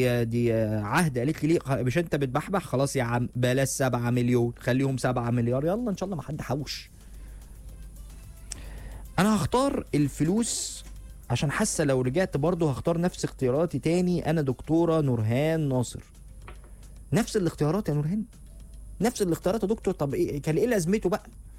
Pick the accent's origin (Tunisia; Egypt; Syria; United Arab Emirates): Egypt; Cairo, Cairo Governorate; وانا من القاهره مش من اسكندريه.